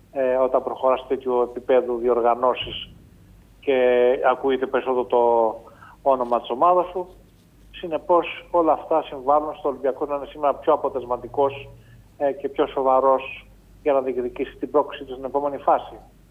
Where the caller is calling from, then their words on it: Piraeus, Attica, Greece; από τον Πειραιά, είμαι γνωστός στο σταθμό εγώ.